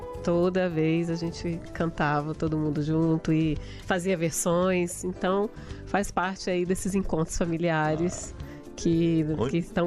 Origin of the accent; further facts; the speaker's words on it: Brasília, Federal District, Brazil; born there; Pois é, eu sou nascida em Brasília, mas filha de cariocas, né?